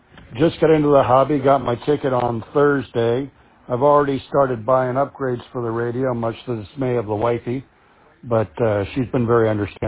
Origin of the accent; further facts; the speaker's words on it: Florida, United States; I've been born and raised in Florida all my life.